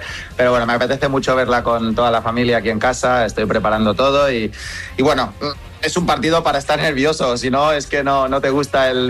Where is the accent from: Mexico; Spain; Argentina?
Spain; Y el fútbol es como buen español, es el deporte rey.